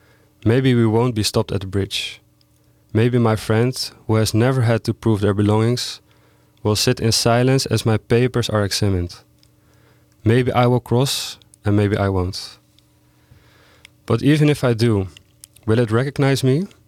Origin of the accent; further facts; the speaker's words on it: Palestine; now in Amsterdam, Netherlands; It would take me 46 hours to drive from Amsterdam to what would be my hometown in Palestine.